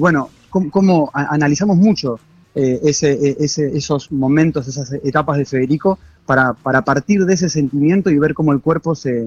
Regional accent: Rosario, Santa Fe, Argentina; Después compartimos con ella espectáculos de teatro callejero en Rosario, yo soy de Rosario, e hicimos teatro de calle

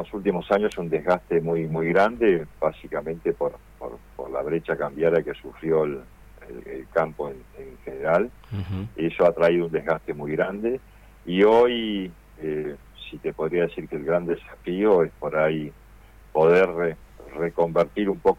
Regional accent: Argentina

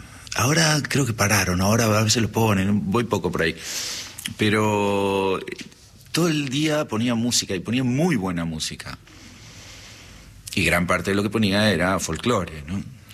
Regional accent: Buenos Aires, Argentina; Yo soy bonaerense.

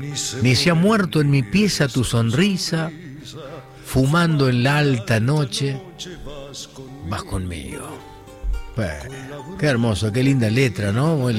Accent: Buenos Aires, Argentina; born there; also born or lived in Córdoba, Argentina; Ellos saben que soy cordobés, o los que no saben, soy cordobés, pero me crié acá en Buenos Aires hace muchos años, pero tengo mi origen muy marcado en el cuarteto, que me encanta.

